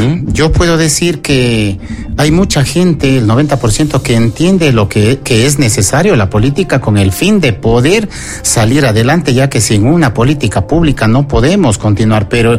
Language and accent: Spanish; Pichincha, Ecuador; born there; also born or lived in Santo Domingo de los Colorados, Ecuador; now in Cuenca, Ecuador; Yo nací en Santo Domingo de los Colorados, hoy provincia Santo Domingo de los Áchilas. He crecido la mitad de mi vida en Pichincha y hoy me encuentro residiendo aquí en el Azuay durante ya quizás 15 años.